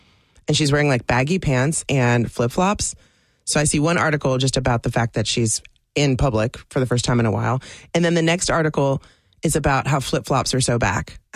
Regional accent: Newport, Kentucky, United States; they're in my hometown tonight, basically. Close, Newport, Kentucky, near Cincinnati, Ohio.

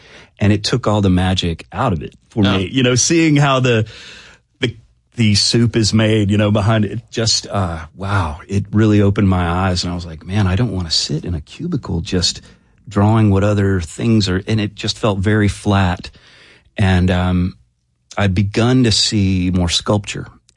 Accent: Prattville, Alabama, United States; You know, it was very green. A lot of kudzu, a lot of red clay hills that are kind of lovely to spend some time with, but it's fairly quiet, you know, a lot of fireflies at night.

